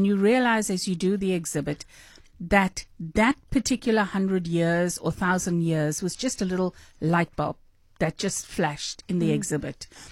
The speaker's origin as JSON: {"language": "English", "town": "Durban", "region": "KwaZulu-Natal", "country": "South Africa", "tie": "born or raised there", "moved": "as an adult", "said": "Chatsworth in Durban, my hometown. So we moved to Chatsworth to a massive house, and Chatsworth developed around us. Okay. And the beauty of Chatsworth, I've lived outside of KZN since 99"}